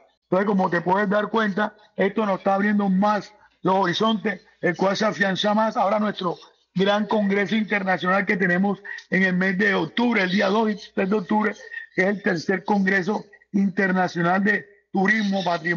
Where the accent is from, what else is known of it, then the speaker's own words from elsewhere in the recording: Cartagena, Bolívar, Colombia; nuestra ciudad de Cartagena de India